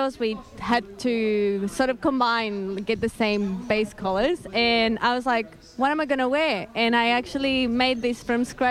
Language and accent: English; Chile; moved away as an adult; now in Melbourne, Australia; I'm from Chile. So from South America